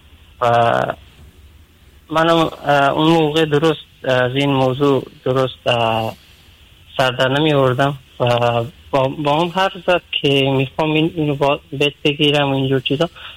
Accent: Afghanistan; now in Europe; من اهل افغانستان هستم و تقریبا 4 سال که به اروپا مهاجرت کردم.

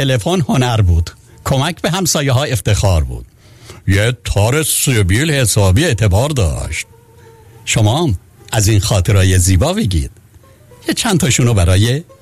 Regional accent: Iran; born there; moved away; یاد ایران به خیر، یاد زادگاهمون به خیر،

